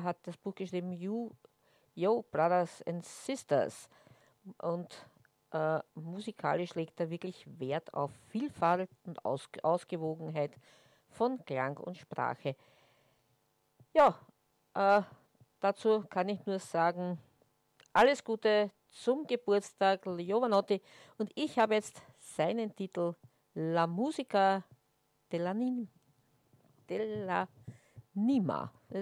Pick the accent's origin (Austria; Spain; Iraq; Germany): Austria; Vienna; mein Herz ist auch ein offenes Buch. Dafür sind wir Wiener ja bekannt